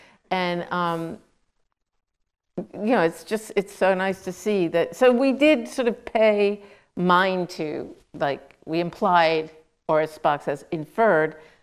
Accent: New York, United States; I grew up in Queens, New York.

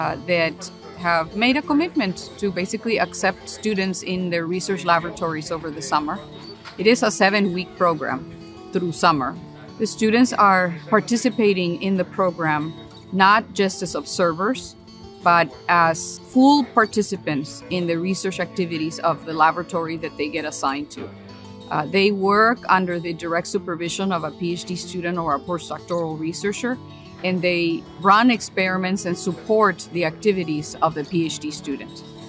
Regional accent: Tijuana, Baja California, Mexico; I am from Tijuana, and bringing students from Tijuana is the way that I started.

